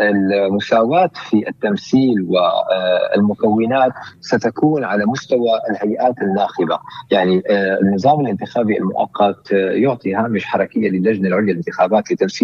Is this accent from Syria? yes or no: yes; Syria; تجمعنا جميعا كسوريين